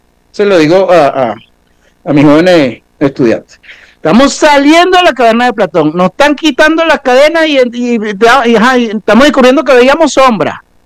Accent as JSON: {"language": "Spanish", "country": "Venezuela", "said": "hoy debemos reconocernos como venezolanos"}